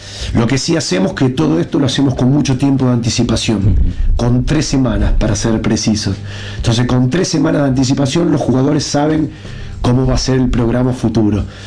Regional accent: Arequito, Santa Fe, Argentina; born or raised there; also born or lived in Buenos Aires; now in Perugia, Italy

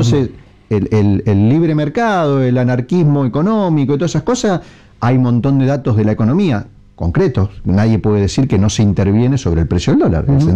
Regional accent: Argentina

